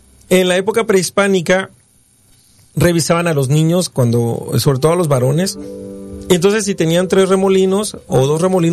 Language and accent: Spanish; Chiapas, Mexico; Chiapas es el estado menos mexicano. ¿Por qué? Porque nuestra historia y culturalmente somos centroamericanos